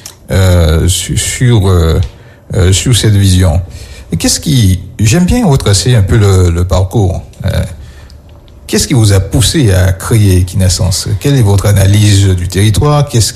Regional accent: Guadeloupe; J'ai grandi un peu sur la Basse-Terre quand j'étais petit, et j'aime beaucoup cette zone de la Guadeloupe

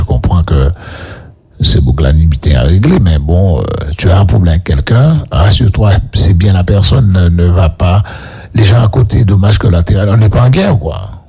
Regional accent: Le Gosier, Guadeloupe; Ouais, c'est vrai que je me rappelle à l'époque. Je suis du Gosier, à l'époque, il y avait beaucoup de boîtes de nuit.

